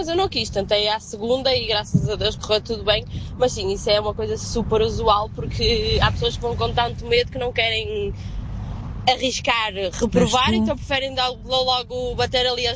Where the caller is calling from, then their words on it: Norte, Portugal; eu também sou do Norte